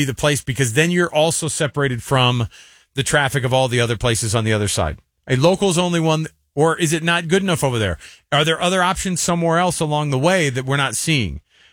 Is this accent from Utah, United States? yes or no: yes; Salt Lake City, Utah, United States; oh, just right here in Salt Lake.